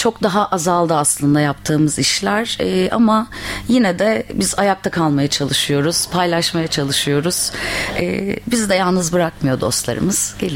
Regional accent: İzmir, Turkey; now in Ankara, Turkey; Çok uzun senelerdir Ankara'da yaşıyorum. İzmirliyim.

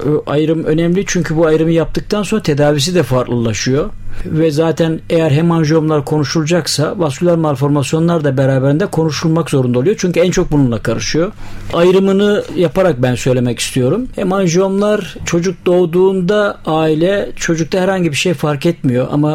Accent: Nazilli, Aydın, Turkey; born there; moved away as an adult; now in Ankara, Turkey; Ben 1955 yılı Nazilli Güzelköy, Aydın doğumluyum. 73-74 yıllarında Ankara'ya geldim. O yıllardan beri Ankara'dayım.

